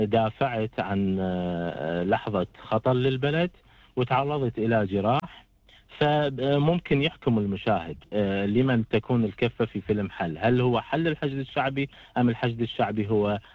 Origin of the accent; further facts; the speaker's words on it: Iraq; طبعا كعراقي حس بهذا الخطر